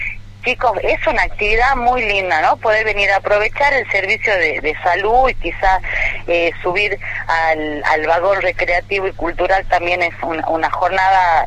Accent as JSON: {"language": "Spanish", "town": "Campo Santo", "region": "Salta", "country": "Argentina", "said": "yo soy yo también soy de un pueblo, soy de Camposanto"}